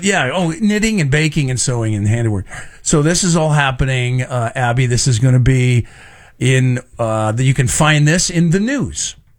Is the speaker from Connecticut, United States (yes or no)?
no; Elk Grove, California, United States; so I'm expecting better things from my hometown of Elk Grove.